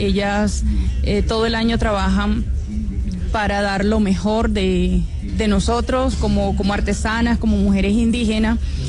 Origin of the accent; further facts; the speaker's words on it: Colombia; first language Arhuaco; Spanish is a second language; Los estoy saludando en mi lengua nativa y les estoy diciendo que mi nombre en arhuaco es